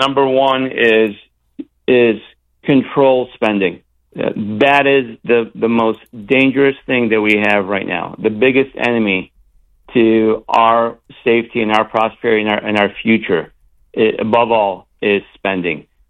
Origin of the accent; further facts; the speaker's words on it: Caro, Michigan, United States; now in Florida, United States; So I was raised in Michigan.